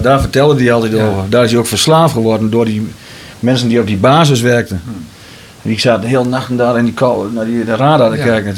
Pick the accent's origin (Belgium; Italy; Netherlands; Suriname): Netherlands; Drenthe; Ik ben ook nooit uit Drenthe weggegaan.